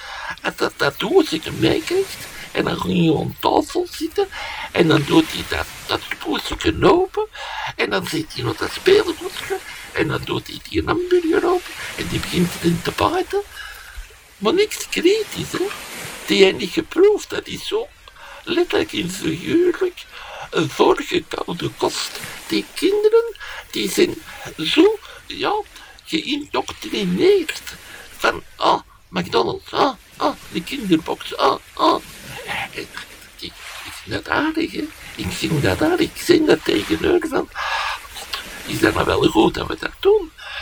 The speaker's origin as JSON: {"language": "Dutch", "country": "Belgium", "said": "Allee, als Belg."}